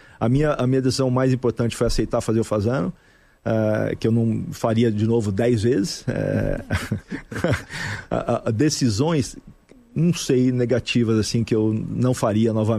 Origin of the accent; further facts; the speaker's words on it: Brazil; moved away; Eu sempre quis fazer uma coisa no meu país, queira ou não queira, eu sou um patriota, sou brasileiro, quero sempre estar no Brasil, apesar de eu estar 31 anos fora.